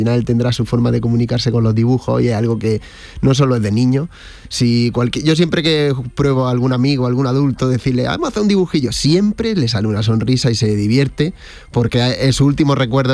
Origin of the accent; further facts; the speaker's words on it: Granada, Andalusia, Spain; poder traer un personaje de estos que tanto me gusta a mi tierra